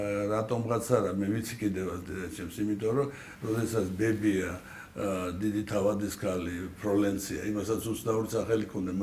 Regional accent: Guria, Georgia; მეც გამოვედი მე გურული იმიტომ რომ გამზარდეს იქ.

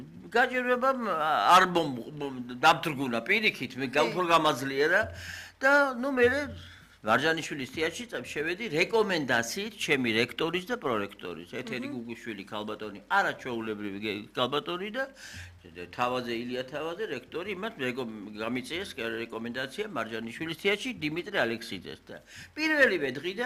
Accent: Mtskheta-Mtianeti, Georgia; ზედით ხევსური ვარ ჯიში და ჯილაგი დერის მხრიდან არც მამის მხრიდან და ცუდი იმის იქაც არაჩვეულებრივი ხალხია მაგრამ მაინც აქეთ უფრო სადაც გავიზარდე სადაც დავიბადე ის უფრო არის ჩემში ღრმად

